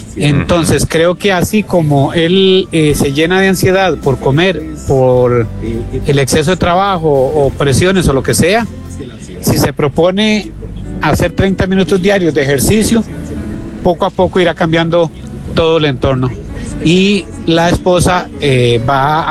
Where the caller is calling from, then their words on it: Escazú, San José, Costa Rica; de Escazú